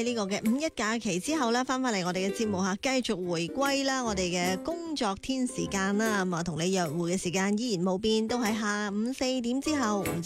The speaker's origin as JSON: {"language": "Cantonese", "region": "Guangdong", "country": "China", "said": "我哋广东人"}